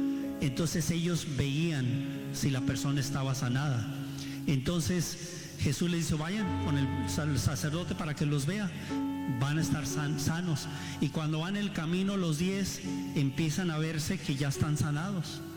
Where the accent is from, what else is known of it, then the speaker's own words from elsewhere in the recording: United States; ya saben que yo de niño crecí aquí en Estados Unidos, pero mi mamá era ilegal.